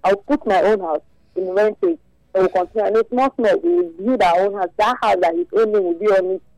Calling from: Canada; I'm in Canada.

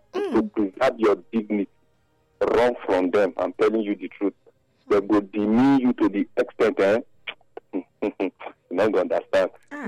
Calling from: Nigeria; from Ogiba.

